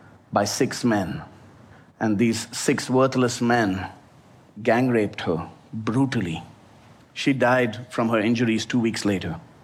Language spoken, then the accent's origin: English; India; moved away; my home country of India